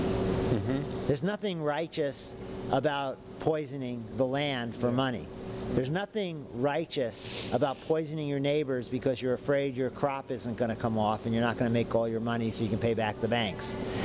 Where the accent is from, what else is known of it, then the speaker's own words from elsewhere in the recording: New York, United States; born there; now in Hawaii, United States; Now obviously I'm a white guy. I was born in New York. My relatives fled Ukraine, I guess, back in the beginning of the 20th century. So I'm not really Hawaiian, but I've been here since 70.